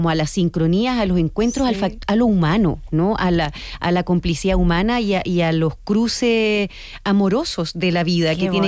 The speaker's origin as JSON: {"language": "Spanish", "country": "Chile", "said": "la verdad que somos muy chilenos"}